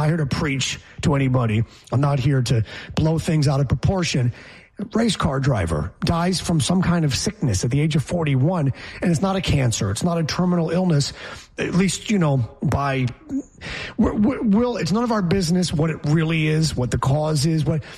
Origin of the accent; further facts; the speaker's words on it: New York, United States; Hey, I'm a New Yorker. You forget. I'm from the Empire State.